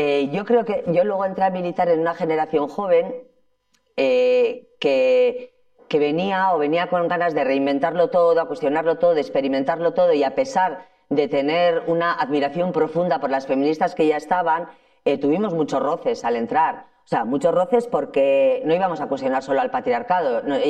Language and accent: Spanish; Ermua, Basque Country, Spain; born or raised there